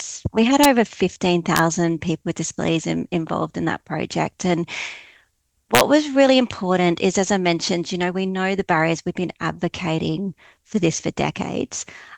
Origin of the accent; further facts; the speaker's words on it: Brisbane, Queensland, Australia; moved away as an adult; now in Tasmania, Australia; So I grew up in Turrbal country on Brisbane North, so know that well. But I moved to Tasmania and about 5 years ago.